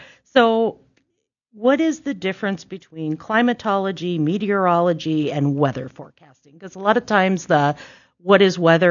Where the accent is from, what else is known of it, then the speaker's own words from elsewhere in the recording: North Dakota, United States; now in Fargo, United States; I'm originally from Western North Dakota